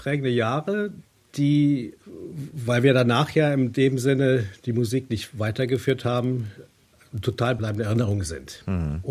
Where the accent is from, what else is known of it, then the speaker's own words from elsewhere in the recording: Bonn, North Rhine-Westphalia, Germany; wir kommen ja aus Bonn